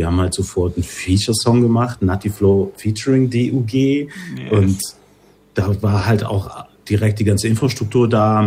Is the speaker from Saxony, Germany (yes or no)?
no; Bonn, North Rhine-Westphalia, Germany; Ich bin ein gebürtiger Bonner auf jeden Fall.